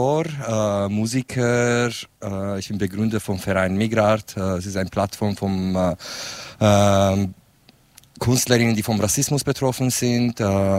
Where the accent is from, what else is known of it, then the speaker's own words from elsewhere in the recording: Kurdistan, Iran; German is a second language; moved away as an adult; now in Switzerland; Ich komme aus Rojhelat. In Rojhelat, ich habe IT studiert und ich bin dann mit 19 raus, aus politischen Gründen. Lebe jetzt seit 16, 17 Jahren in der Schweiz.